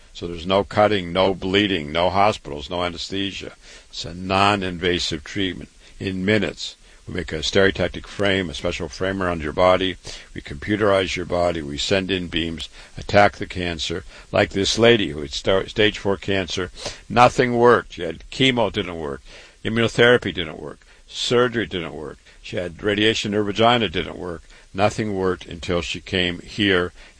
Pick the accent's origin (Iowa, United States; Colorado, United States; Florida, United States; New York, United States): Iowa, United States; Waterloo; I just want to introduce myself. I was born and raised in Waterloo, Iowa.